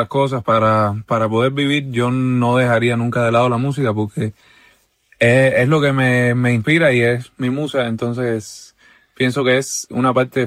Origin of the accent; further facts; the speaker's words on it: Cuba; yo tengo 17 años y por suerte he tenido la oportunidad de compartir escenario con muchísimas figuras importantes de mi país